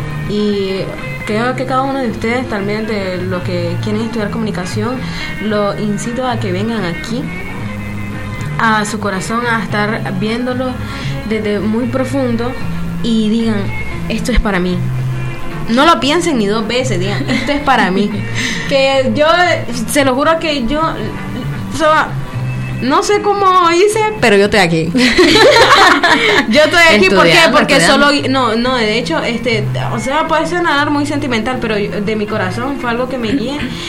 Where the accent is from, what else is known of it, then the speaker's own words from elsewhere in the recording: Chinandega, Nicaragua; born there; Yo soy de Chinandega, de la parte central, pero igual crecemos con la radio